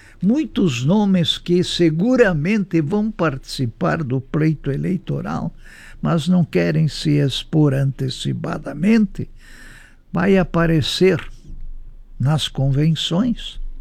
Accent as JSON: {"language": "Portuguese", "country": "Brazil"}